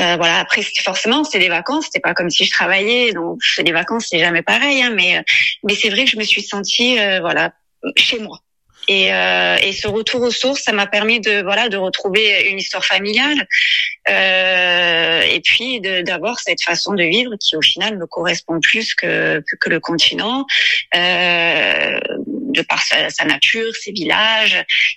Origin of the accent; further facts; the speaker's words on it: Marseille, Provence-Alpes-Côte d'Azur, France; donc je suis arrivée en Corse en 2004, parce que je suis de Marseille de base, mais mes racines sont corses